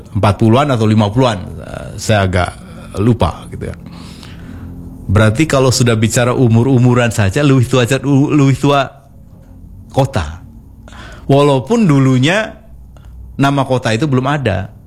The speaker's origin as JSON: {"language": "Indonesian", "area": "Cirebon", "region": "West Java", "country": "Indonesia", "accent": "Cirebonese", "first_language": "Cirebonese", "second_language": "Indonesian", "said": "saya pengen bicara ngomongkan soal bahasa ibu saya kan, bahasa Cirebon kan."}